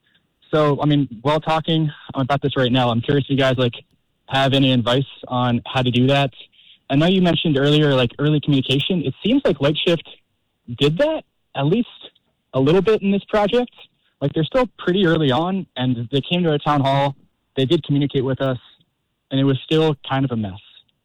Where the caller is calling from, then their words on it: Vergennes, Vermont, United States; I'm from Virgens.